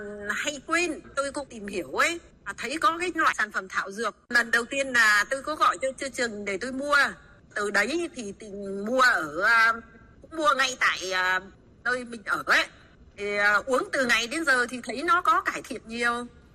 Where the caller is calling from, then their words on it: Dong Nai, Vietnam; cô ở Đồng Nai.